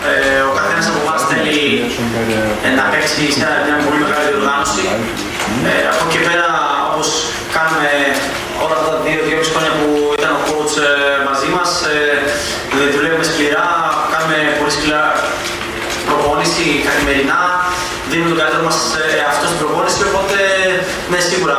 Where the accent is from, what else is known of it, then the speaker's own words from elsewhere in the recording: Northern Greece, Greece; και εγώ σαν παιδί της Βόρειου Ελλάδας, είμαι πάρα πολύ χαρούμενος που παίζω σχετικά στα μέρη μου